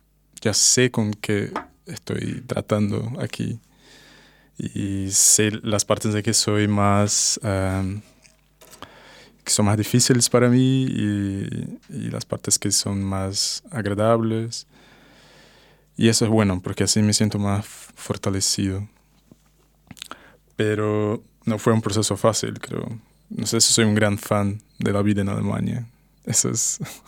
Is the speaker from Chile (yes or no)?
no; Brazil; Spanish is a second language; moved away as an adult; also born or lived in Portugal; exactamente en un año, en agosto del año que viene, ese plan para estar en Brasil haciendo eso en mi ciudad natal.